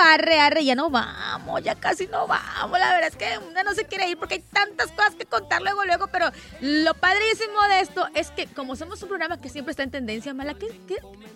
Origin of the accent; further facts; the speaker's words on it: Mexico; Nosotros, los mexicanos, somos más americanos que los mismos que se dicen americanos.